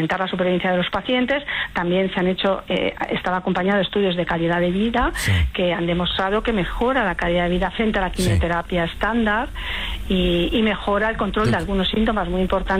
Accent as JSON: {"language": "Spanish", "country": "Spain", "said": "En lo que a mí respecta, yo soy de España, vivo en Madrid"}